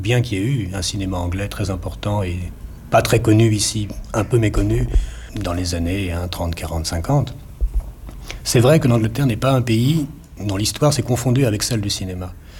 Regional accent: France; je parle en tant que Français

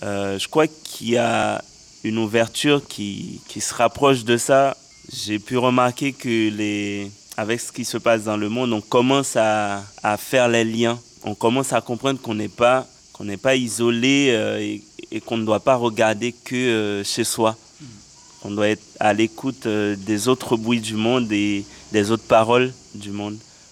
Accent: Port-au-Prince, Ouest, Haiti; le contexte où j'ai grandi en Haïti

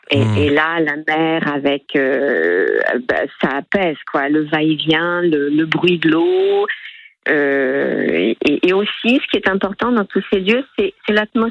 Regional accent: Hauts-de-France, France; Non, pas du tout, je suis picarde.

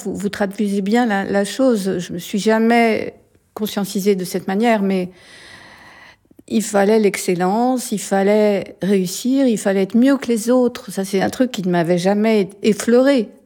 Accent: Paris, Île-de-France, France; born there; Je suis née à Paris en 1945

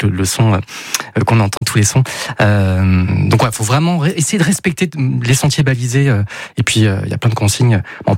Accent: Hauts-de-France, France; moved away as an adult; also born or lived in Paris; now in Aix-en-Provence, France; les auditeurs les plus fidèles savent que j'ai grandi en Picardie, dans l'Oise. Alors dans l'Oise, il y a des forêts et des champs de betteraves, donc c'est pas un coin à randonner.

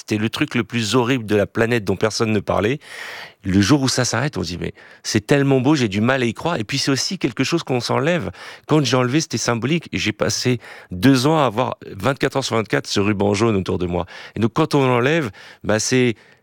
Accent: France; Je suis français, juif d'abord.

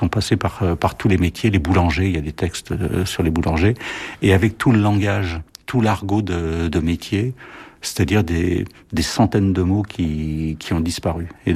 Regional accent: Saint-Denis, Île-de-France, France; born or raised there

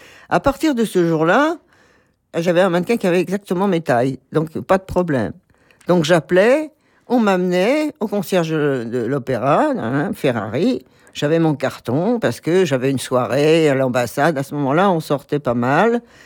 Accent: France; Cette attitude, je suis française et tout.

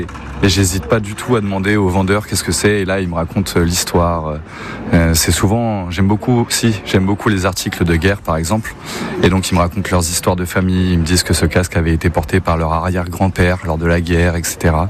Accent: Torigny, Nouvelle-Aquitaine, France; je viens de Torigny dans les Deux-Sèvres.

